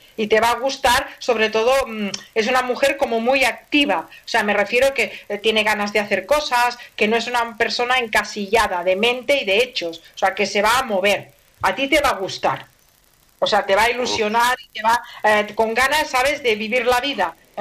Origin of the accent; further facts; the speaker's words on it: Barcelona, Catalonia, Spain; soy de Barcelona, anda que no se me nota a mí el acento que llevo.